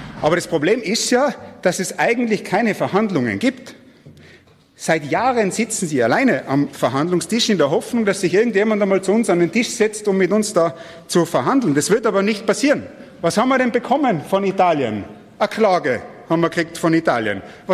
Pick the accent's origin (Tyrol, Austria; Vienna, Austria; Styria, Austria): Tyrol, Austria; Wir Tirolerinnen und Tiroler